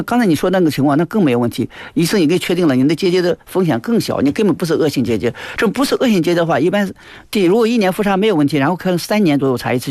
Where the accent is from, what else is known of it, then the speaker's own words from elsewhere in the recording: China; 我们中国人啊，